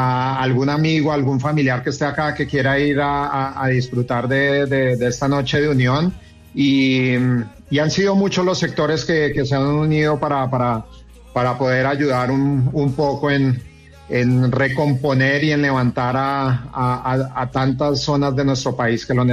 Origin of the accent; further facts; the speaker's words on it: Bogotá, Colombia; now in Cali, Colombia; Bueno, primero, yo soy de Bogotá, pero amo Cali, me fui muy joven para allá